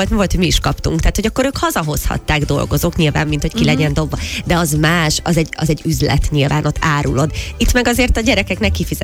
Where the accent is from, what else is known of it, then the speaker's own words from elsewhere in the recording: Budapest, Hungary; én ugye a 18. kerületben nőttem föl